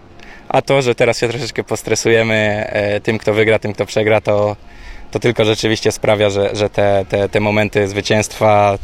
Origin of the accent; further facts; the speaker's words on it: Gdańsk, Pomeranian Voivodeship, Poland; Dzisiaj mam, ja z Gdańska jestem, a do Warszawy dojeżdżamy co weekend z tatą, żeby grać.